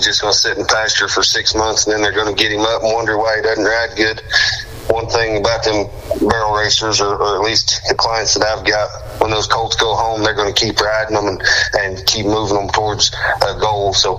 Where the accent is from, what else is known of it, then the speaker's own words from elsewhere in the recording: Oklahoma, United States; also born or lived in Arkansas / Missouri; I was born in Arkansas, lived in southwest Missouri here for part of my childhood, and then I kind of claim Oklahoma. I spent my high school and college years in Oklahoma.